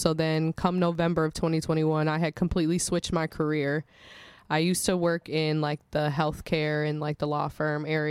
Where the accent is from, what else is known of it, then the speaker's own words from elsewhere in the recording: Milwaukee, Wisconsin, United States; Yes, I am a native. I was born and raised in Milwaukee. I was actually born and raised on the north side of Milwaukee.